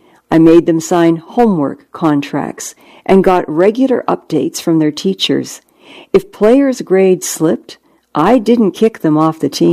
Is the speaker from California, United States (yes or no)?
yes; Compton, California, United States; I grew up in Compton, south of L.A., raised by a single mom with three kids.